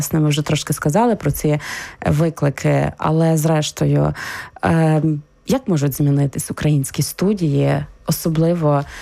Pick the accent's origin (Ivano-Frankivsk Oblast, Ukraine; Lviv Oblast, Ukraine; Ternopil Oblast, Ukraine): Ternopil Oblast, Ukraine; Ternopil; І з перспективи невеликого осередка, так, я з Тернополя, філологічного факультету, це теж було так вау.